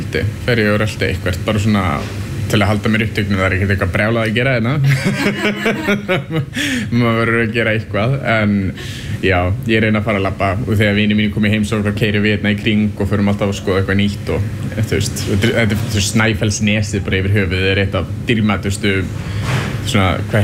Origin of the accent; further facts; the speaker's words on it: Reykjavík, Capital Region, Iceland; Ég er úr Reykjavík sjálfur og hef búið erlendis í mörg ár en ég kem hingað á sumrin til þess að vinna.